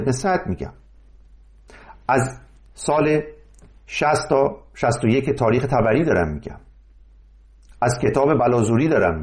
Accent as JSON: {"language": "Persian", "region": "Mazandaran", "country": "Iran", "said": "من چون مازندرانی هستم از اونجا شروع میکنم."}